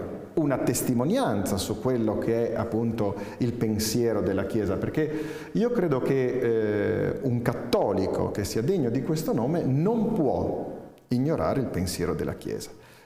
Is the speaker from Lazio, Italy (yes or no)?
no; La Spezia, Liguria, Italy; moved away as an adult; also born or lived in Parma; now in Assisi, Italy; Sono della Spezia, sono Ligure, sì sì, e lavoravo a Parma